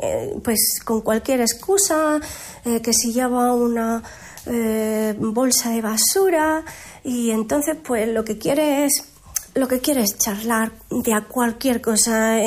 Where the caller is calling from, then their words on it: Villalba, Spain; llamo desde Villalba.